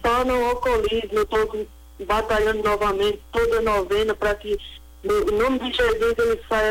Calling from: Natal, Rio Grande do Norte, Brazil; De Natal, Rio Grande do Norte.

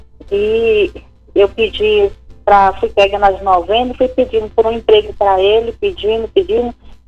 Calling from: Senador Canedo, Goiás, Brazil; De Senador Canedo, Goiás.

